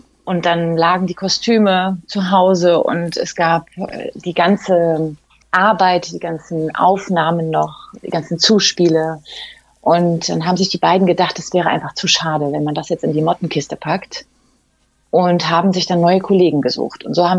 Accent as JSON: {"language": "German", "town": "Barby", "region": "Saxony-Anhalt", "country": "Germany", "tie": "born or raised there", "said": "waren auch zuletzt auf einem Konzert in meiner Heimatstadt. Ich komme nämlich ursprünglich aus Sachsen-Anhalt, aus Barby."}